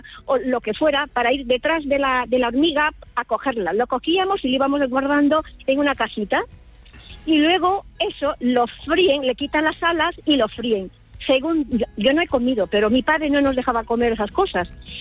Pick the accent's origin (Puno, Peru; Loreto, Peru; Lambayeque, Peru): Loreto, Peru; Yurimaguas; now in Spain; Yo soy peruana, llevo aquí en España como 40 años, pero en mi pueblo, en Yurimaguas, la selva amazónica de Perú, departamento de Loreto, y nuestra capital es Iquitos.